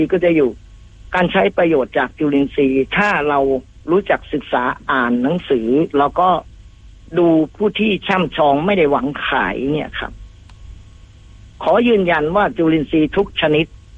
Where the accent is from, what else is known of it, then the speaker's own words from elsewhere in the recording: Phichit, Thailand; born there; now in Bueng Samakkhi, Thailand; เกิดที่จังหวัดพิจิตรแต่ว่าณปัจจุบันเนี่ยยึดที่นี้ว่าสถานบ้านช่องบ้านเลขที่75หมู่3บ้านวัดใหม่ตำบลบึงสามัคคีอำเภอบึงสามัคคีจังหวัดกำแพงเพชร